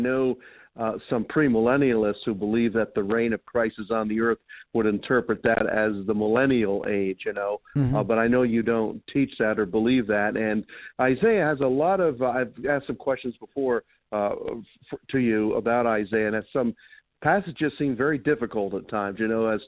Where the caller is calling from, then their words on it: New Jersey, United States; North Jersey, where we've had a lot of snow lately